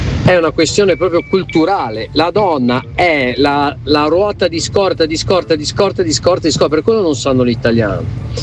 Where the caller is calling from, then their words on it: Milan, Lombardy, Italy; anch'io sono della Barona